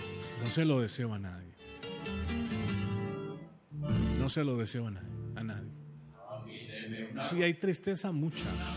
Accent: Pereira, Risaralda, Colombia; Hablo ahora de mi tierra, que tanto me duele, de Pereira.

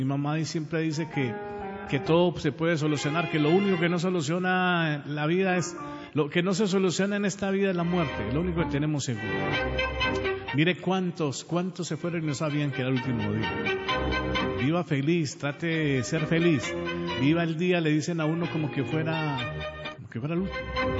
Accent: Pereira, Risaralda, Colombia; born there; ahí nací, donde me siento orgulloso cada día de decir que soy peregrino, que soy colombiano.

